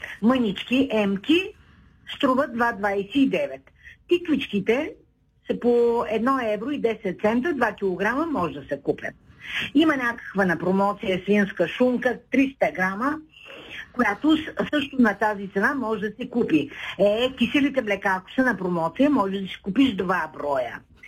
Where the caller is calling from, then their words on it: Shumen, Shumen Province, Bulgaria; съм от Шумен.